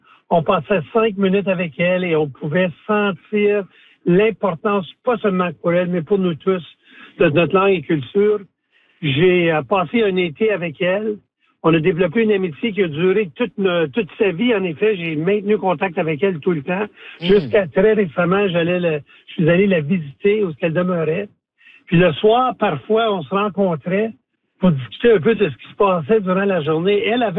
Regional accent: Chelmsford, Ontario, Canada; moi, je suis originaire de Chelmsford et mon père avait le magasin Canadian Tire à Chelmsford.

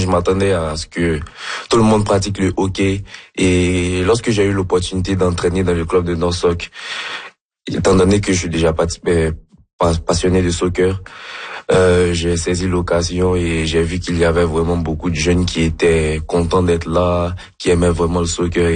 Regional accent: Côte d’Ivoire; now in Canada; étant donné que je viens de la Côte d'Ivoire, j'ai commencé à pratiquer ce sport depuis que je suis tout petit.

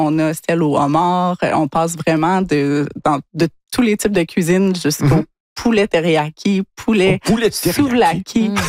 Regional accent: Victoriaville, Quebec, Canada; je viens de Victoriaville, je connais l'historique.

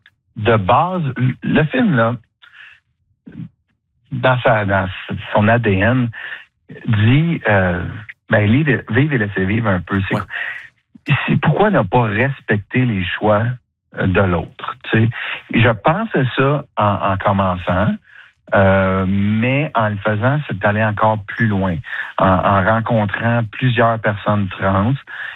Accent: Drummondville, Quebec, Canada; La ville, moi, je viens de Drummondville, je l'ai dit, là. Mm-hmm. C'est pas très loin de Québec.

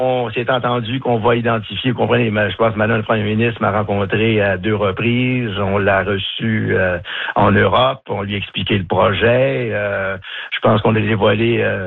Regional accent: New Richmond, Quebec, Canada; moi, j'ai grandi à New Richmond face à Belle-Dune.

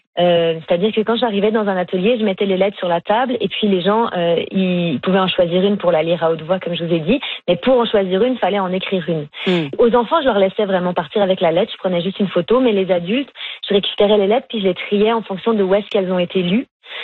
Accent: Montreal, Quebec, Canada; also born or lived in Rimouski / Brittany; J'ai grandi au Québec et puis à Montréal, en fait

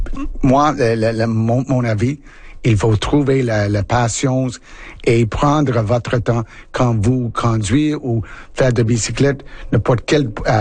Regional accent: Canada; je suis Canadienne. Je suis très fière d'être Canadienne.

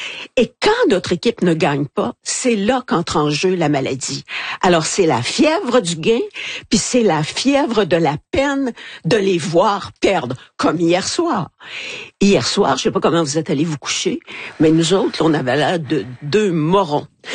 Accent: France; moved away; j'ai beaucoup d'atomes crochus avec la France et je suis moi-même française.

